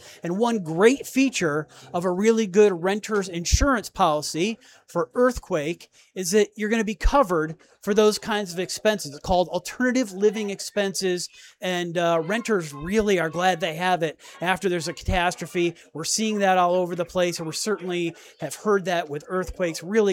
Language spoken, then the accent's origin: English; California, United States; I'm from Northern California